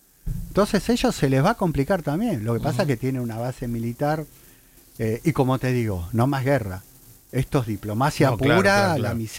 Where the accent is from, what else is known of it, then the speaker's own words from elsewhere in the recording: Argentina; somos reacios los argentinos.